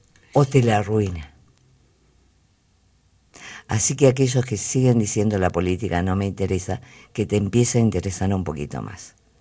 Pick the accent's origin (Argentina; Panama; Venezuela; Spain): Argentina; Los que molestamos somos los argentinos.